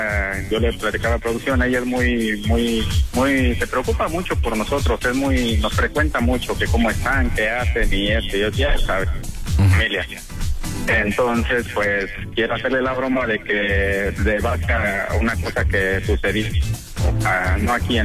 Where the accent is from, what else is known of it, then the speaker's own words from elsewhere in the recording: Guanajuato, Mexico; Yo soy de Guanajuato.